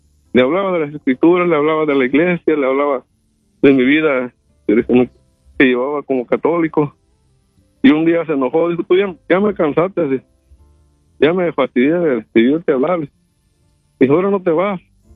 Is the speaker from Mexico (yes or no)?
yes; Mexico; moved away as an adult; now in United States; hasta antes de salir a México a venir a trabajar, que por muchos años a Estados Unidos